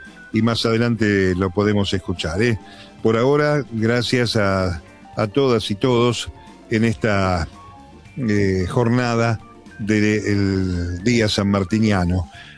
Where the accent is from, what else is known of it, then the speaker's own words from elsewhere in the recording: Caseros, Buenos Aires Province, Argentina; soy de Caseros